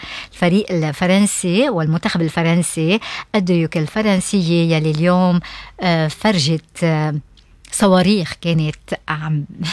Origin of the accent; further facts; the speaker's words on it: Lebanon; يعني على بيني وبينكم نحنا كلبنانيين يعني كمان كتير منحسدهم